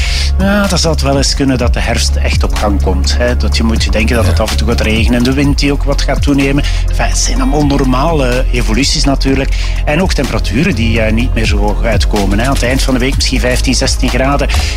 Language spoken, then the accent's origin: Dutch; Ghent, East Flanders, Belgium; Ik ben alleen maar van Gent, hè? Gent.